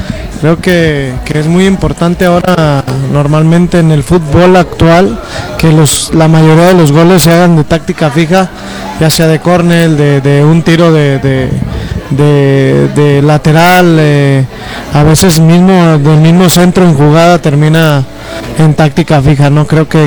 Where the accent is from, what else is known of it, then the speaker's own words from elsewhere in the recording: Mexico; Como buen mexicano hay que apoyar a la selección.